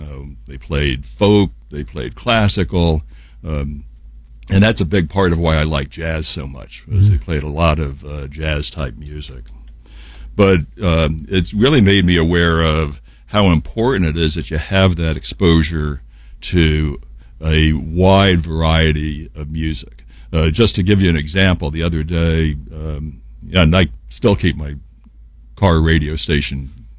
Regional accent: Los Angeles, California, United States; growing up in Los Angeles

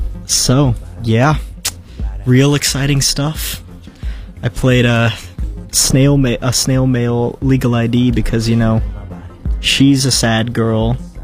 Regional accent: San Antonio, Texas, United States; I am from San Antonio and moving to New York.

